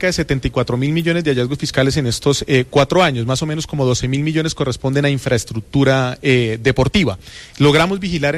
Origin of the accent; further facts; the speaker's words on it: Vélez, Santander, Colombia; yo soy de Vélez, Santander, de la provincia